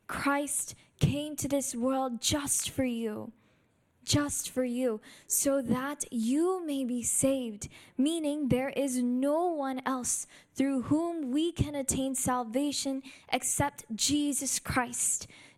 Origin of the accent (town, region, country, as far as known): Florida, United States